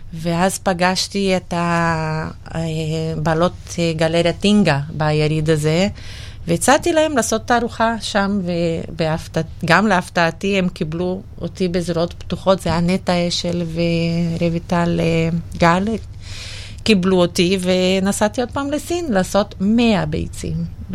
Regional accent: Brazil; now in Israel; ואני ברזילאית.

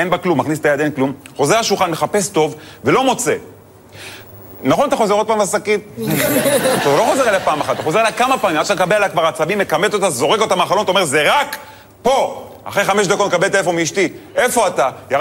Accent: Netanya, Central District, Israel; האמת, אני גדלתי בנתניה.

